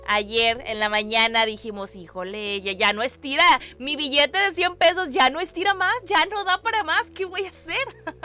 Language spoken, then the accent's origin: Spanish; Mexico; Aquí madrugamos todos, somos el futuro de México